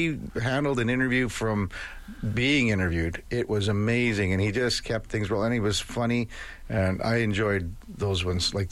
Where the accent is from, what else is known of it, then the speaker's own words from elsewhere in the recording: Melville, Saskatchewan, Canada; when I grew up in Melville, Saskatchewan, there was a rec hockey team called the Melville Bombers